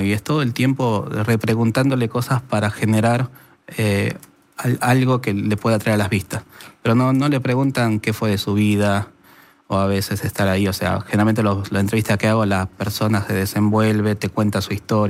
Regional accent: La Matanza, Buenos Aires Province, Argentina; soy de La Matanza.

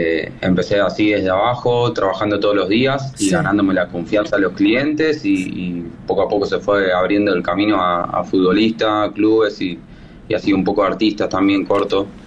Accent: Quilmes, Buenos Aires Province, Argentina; moved away as an adult; now in Madrid, Spain; yo soy allá de Argentina, de Quilmes

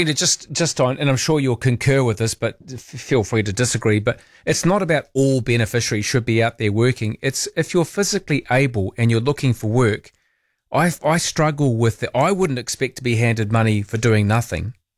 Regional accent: Masterton, Wellington, New Zealand; But I remember when I grew up in Masterton, there was this mad craze of making concrete walls with grey wacky rocks set into them.

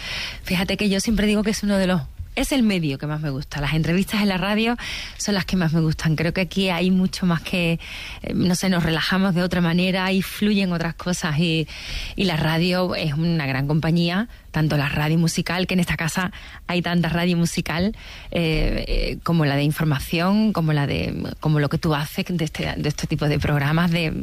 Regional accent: Seville, Andalusia, Spain; fíjate que soy de Sevilla, que no tenemos mar, pero ahí está muy cerquita Cádiz, está Huelva

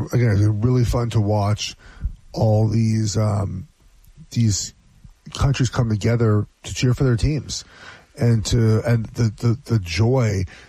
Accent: Los Angeles, California, United States; moved away; I'm from Los Angeles. I don't live in LA anymore.

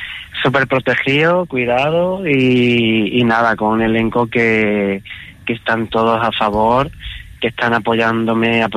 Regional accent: Lucena, Andalusia, Spain; also born or lived in Málaga; Yo soy de Lucena, de Córdoba, pero me siento muy malagueño. Estudié en Málaga, además claro.

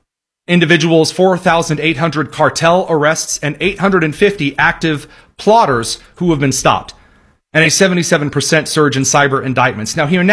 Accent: Indiana, United States; In my home state of Indiana, Attorney General Todd Rokita

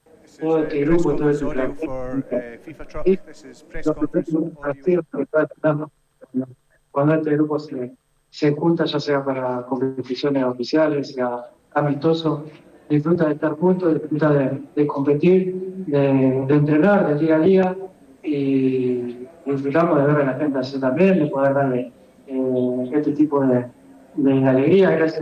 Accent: Argentina; somos Argentina y siempre vamos buscando los partidos de cualquier rival

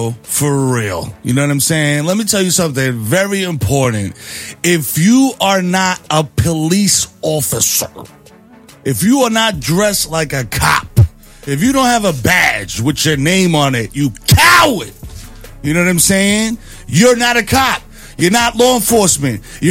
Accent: New York City, New York, United States; The Bronx in particular, my hometown.

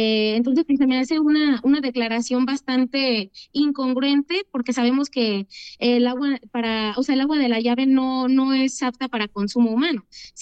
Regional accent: Guadalajara, Jalisco, Mexico; Bueno, yo hablo también por mi municipio en específico, que soy de Guadalajara.

